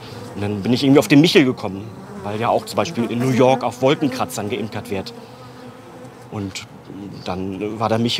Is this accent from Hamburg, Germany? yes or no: yes; Hamburg, Germany; Ich bin nicht gläubig, aber der Michel hat für mich eine wahnsinnige Bedeutung. Ich bin Hamburger